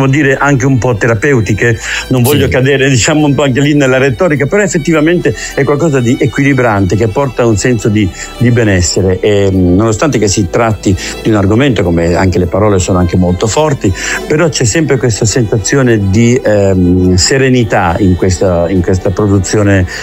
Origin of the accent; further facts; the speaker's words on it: Genoa, Liguria, Italy; sia io da genovese che Massimo Zennaro da veneziano, da isolano, abbiamo il mare nelle vene.